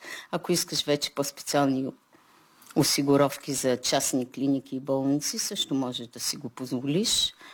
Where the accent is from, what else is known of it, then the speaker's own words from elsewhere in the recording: Blagoevgrad, Blagoevgrad Province, Bulgaria; moved away as an adult; now in England, United Kingdom; От Благоевград сме и двамата. Заминахме 2002 в Англия. Хареса ни. Трябваше да се приберем по лични причини и след това пак се върнахме.